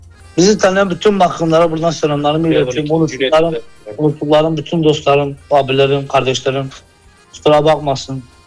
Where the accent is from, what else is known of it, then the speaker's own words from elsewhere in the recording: İzmir, Turkey; Abi ben namı değer